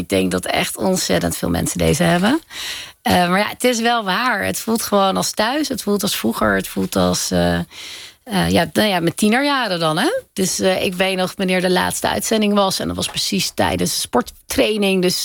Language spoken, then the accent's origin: Dutch; Zeist, Utrecht, Netherlands; In Zeist, dus dat is niet per se super buiten.